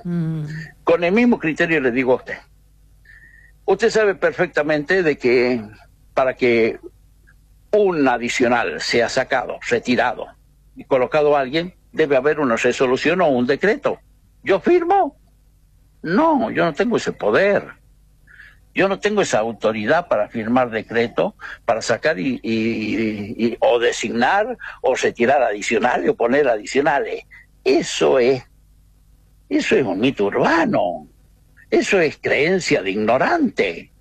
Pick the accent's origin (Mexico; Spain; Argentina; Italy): Argentina; Claro que soy argentino.